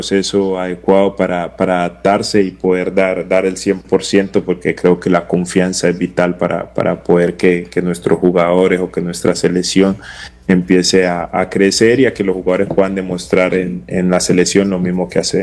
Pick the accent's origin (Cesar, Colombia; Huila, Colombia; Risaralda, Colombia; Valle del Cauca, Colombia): Valle del Cauca, Colombia; Cali; moved away; Soy caleño y me encanta la salsa